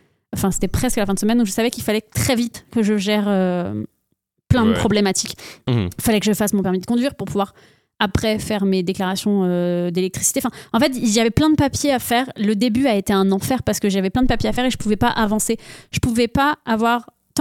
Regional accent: France; now in Canada; entre le moment où j'ai quitté la France et le moment où je suis arrivée au Canada, il s'est passé 15 jours.

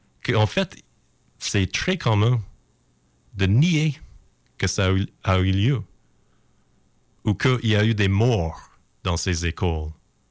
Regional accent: Alberta, Canada; now in Quebec City, Canada; Personnellement, j'ai grandi en Alberta.

